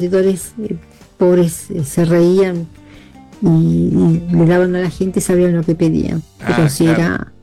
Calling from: Wilde, Buenos Aires Province, Argentina; vivo en Wilde.

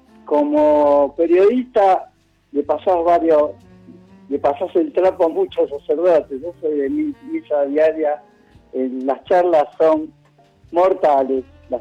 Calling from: Mar del Plata, Buenos Aires Province, Argentina; de Mar del Plata, otro más de Mar del Plata.

